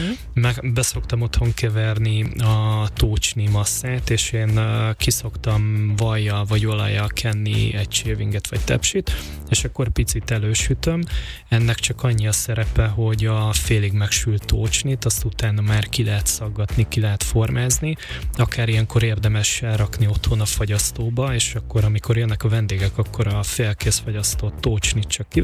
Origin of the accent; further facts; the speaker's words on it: Pápa, Veszprém County, Hungary; mi Pápán cicegének hívjuk